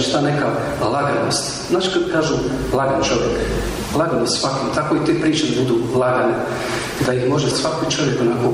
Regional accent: Kozarac, Republika Srpska, Bosnia & Herzegovina; Ja sam iz Kozarca, inače, Kozarac je pod Prijedora, jednim Brđanima, i sad od tih Brđana postoji još sjever, pa se zovu Krčevine. E, tu sam ja rođen i odrastao i proveo te svoje djetinjstvo.

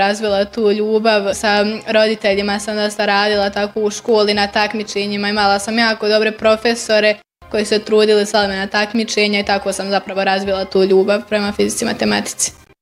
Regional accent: Tuzla, Tuzla Canton, Bosnia & Herzegovina; dolazim iz Tuzle, pohađam srednju školu Richmond Park

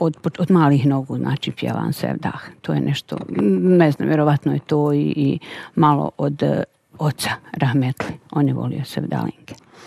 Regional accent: Nevesinje, Republika Srpska, Bosnia & Herzegovina; born there; also born or lived in Mostar; now in Kačuni, Bosnia and Herzegovina; Ja sam Hercegovka, rođena sam u Nevesinju, živjela u Mostaru, udala se u Bosnu, u Kačune, kod Busovače.

